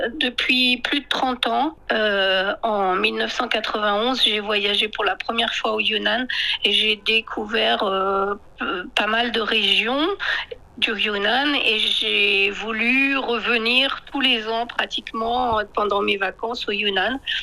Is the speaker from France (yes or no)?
yes; France; près de ma région d'origine en France, il y a aussi des maisons en terre